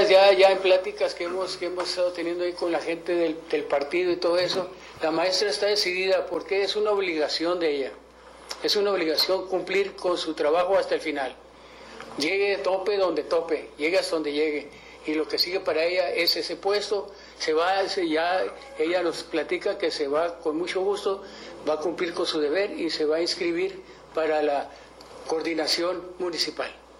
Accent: Mexico; con alegría, como somos los mexicanos

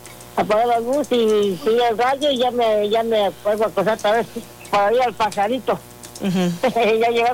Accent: Oaxaca, Mexico; born there; moved away; Ya el miércoles ya me voy para mi tierra. Ah, sí, ¿a dónde vas, corazón? A Oaxaca.

